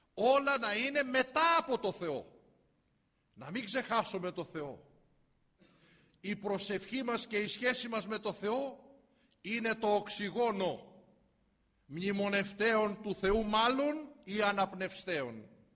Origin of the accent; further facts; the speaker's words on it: Greece; την οποία την έχουμε εμείς σαν Έλληνες